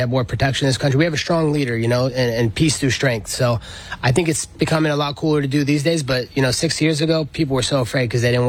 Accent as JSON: {"language": "English", "town": "Eugene", "region": "Oregon", "country": "United States", "said": "Or no, from, like, from Eugene."}